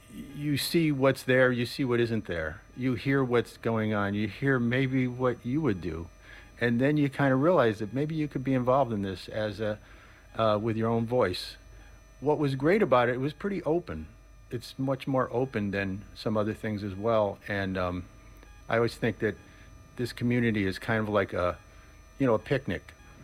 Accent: New Haven, Connecticut, United States; moved away as an adult; also born or lived in Boston; most of the time I haven't lived in New York, only a little bit in the 80s. I lived in, like I said, I grew up in New Haven. I lived in Boston for a long time

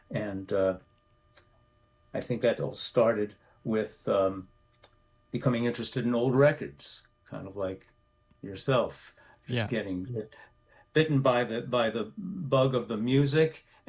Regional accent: Maryland, United States; also born or lived in New Orleans; DC, where we are both from originally, Maryland, really, suburban Maryland.

